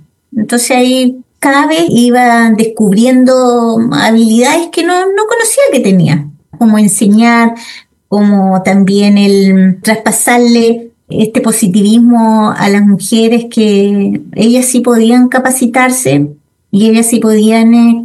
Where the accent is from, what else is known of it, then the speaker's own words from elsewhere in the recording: Valdivia, Los Ríos, Chile; born there; moved away as an adult; also born or lived in La Unión, Chile; now in Santiago, Chile; Y después nos trasladamos, porque mi papá era profesor normalista, y nos trasladamos a Valdivia.